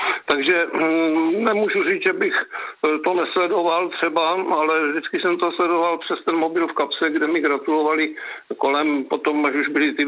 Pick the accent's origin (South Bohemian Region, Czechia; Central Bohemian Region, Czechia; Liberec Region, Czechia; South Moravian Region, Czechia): South Moravian Region, Czechia; já jsem z Žižkovska, že jo, z Žižkovic